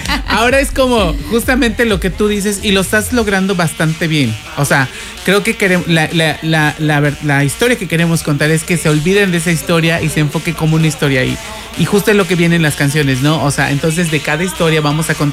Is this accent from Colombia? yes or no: no; Mexico